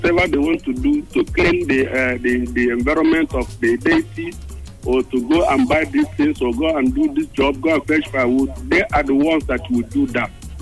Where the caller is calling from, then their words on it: Nando, Anambra, Nigeria; I'm from Nando.